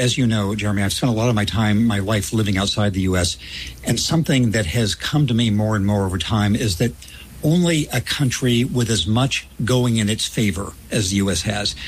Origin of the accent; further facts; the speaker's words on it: California, United States; I was in my home state of California